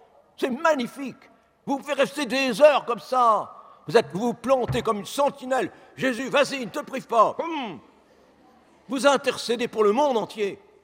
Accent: Cambrai, Hauts-de-France, France; born there; Je suis né, j'habite à Cambrai, célèbre pour ses bêtises, d'accord, bon.

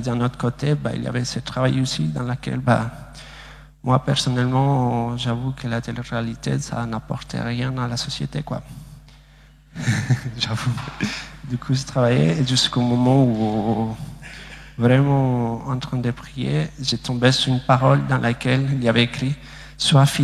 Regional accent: Bolivia; French is a second language

